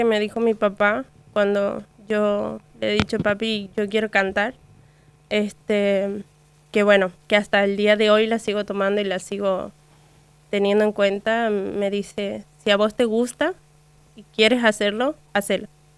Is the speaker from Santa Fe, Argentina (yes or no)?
no; Santiago del Estero, Argentina; soy la única santiagueña que está ahí